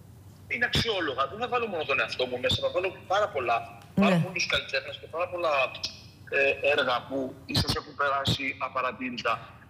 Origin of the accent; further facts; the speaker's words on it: Kozani, Western Macedonia, Greece; Εγώ η καταγωγή μου είναι από την Κοζάνη.